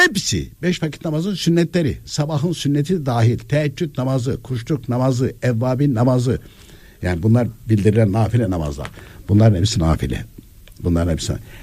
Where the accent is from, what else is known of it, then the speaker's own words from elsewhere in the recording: Konya, Turkey; Mesela daha önce yıllardır Türkiye Gazetesi ve TGRT'e anlata ben de kendim Konyalıyım.